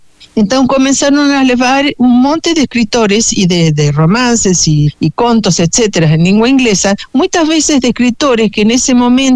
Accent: Argentina; Portuguese is a second language; moved away as an adult; now in Brazil; quando vim morar no Brasil, eu sou argentina

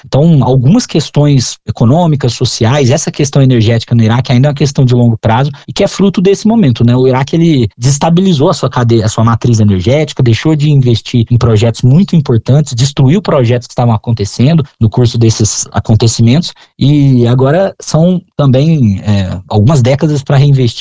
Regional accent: Brazil; para nós que somos brasileiros

